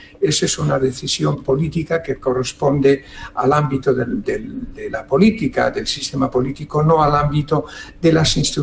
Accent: Galicia, Spain; yo soy gallego

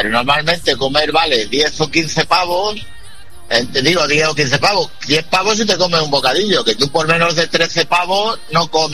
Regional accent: Puertollano, Castilla-La Mancha, Spain; yo en mi pueblo, en Puerto Llano, como sabrá, hay una refinería.

